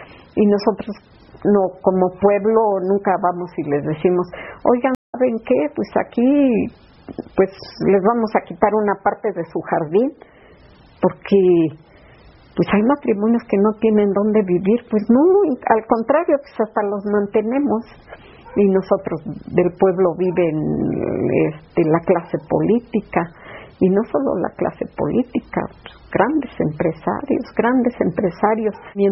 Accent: Mexico; Porque amamos nuestro país. Porque somos mexicanos y pues debemos de recuperar nuestros derechos

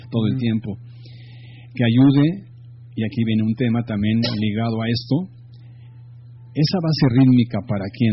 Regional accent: Mexico; ¿por qué nos escuchamos diferente los mexicanos a los gringos

